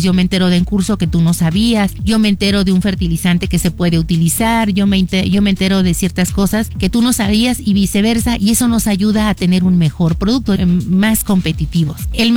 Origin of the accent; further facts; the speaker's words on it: Zimapán, Hidalgo, Mexico; Yo soy de Zimapán